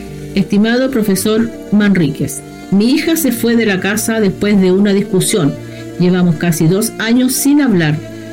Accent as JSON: {"language": "Spanish", "town": "Hualañé", "region": "Maule", "country": "Chile", "said": "nací el 7 de julio y soy de Gualañé."}